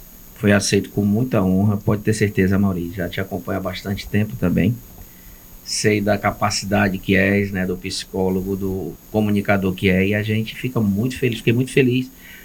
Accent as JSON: {"language": "Portuguese", "region": "Ceará", "country": "Brazil", "said": "Sou cearense."}